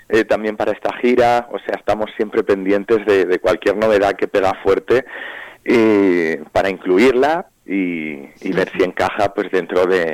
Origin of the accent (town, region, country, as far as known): Albacete, Castilla-La Mancha, Spain